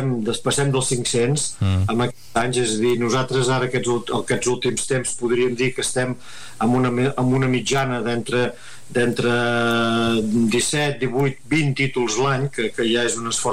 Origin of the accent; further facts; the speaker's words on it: Catalonia, Spain; tenim els bergadans